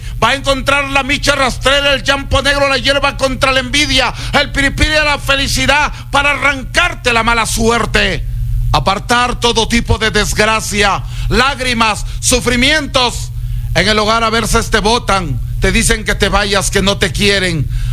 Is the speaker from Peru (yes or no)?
yes; Huancabamba, Piura, Peru; now in Salcedo, Ecuador; en mi tierra natal, las guaringas de Huancabamba, Perú. Yo soy peruano. Amigos de Píllaro, yo soy del Perú